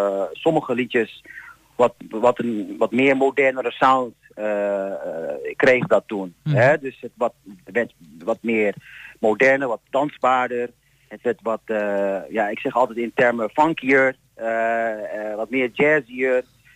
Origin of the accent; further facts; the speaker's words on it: Alphen aan den Rijn, South Holland, Netherlands; in Park Villa, natuurlijk in Alphen, waar ik vandaan kom.